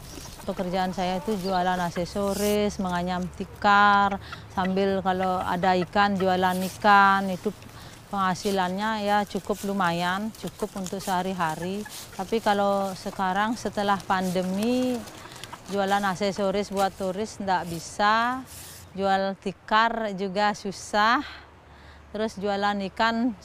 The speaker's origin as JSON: {"language": "Indonesian", "town": "Kusamba", "region": "Bali", "country": "Indonesia", "said": "umur 46 tahun, pekerjaan saya menganyam tikar, berasal dari Kusambe, Bali, Indonesia."}